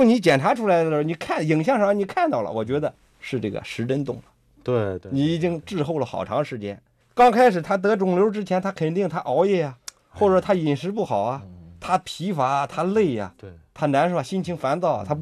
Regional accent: Neiqiu, Hebei, China; 邢台那个内丘那儿有一个叫扁鹊祠

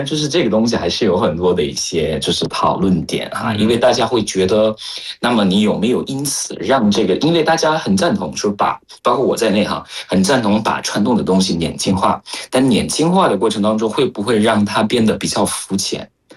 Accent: Cameroon; Chinese is a second language; 但我们喀麦隆包括很多，尤其是西非哈，我们有各种各样的木雕。

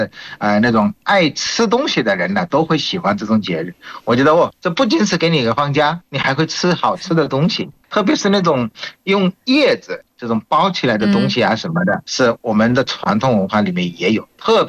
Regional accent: Bangladesh; 我是来自于孟加拉国的

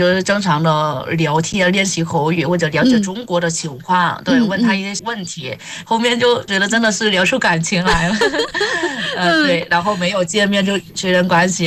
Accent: Vietnam; Chinese is a second language; moved away as an adult; now in China; 在我们越南的语言就是这样。

